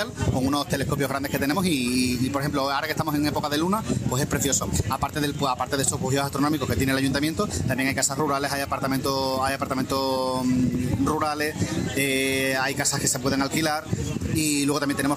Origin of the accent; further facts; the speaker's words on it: Extremadura, Spain; vivimos en una joya y en un enclave natural que nada tiene que envidiar al resto de comunidades o al resto de incluso zonas de nuestra propia región.